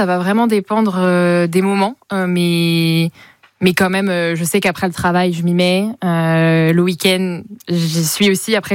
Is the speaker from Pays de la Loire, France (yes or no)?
yes; Laval, Pays de la Loire, France; Oui, toute ma vie à Laval. Je suis partie sur mes dernières années d'études à Paris, mais sinon je revenais très souvent, même quasiment tous les week-ends à Laval.